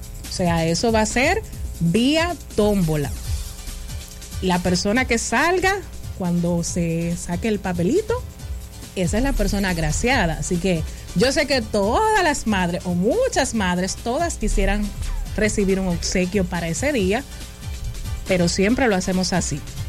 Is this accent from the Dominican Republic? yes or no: yes; Dominican Republic; somos dominicanos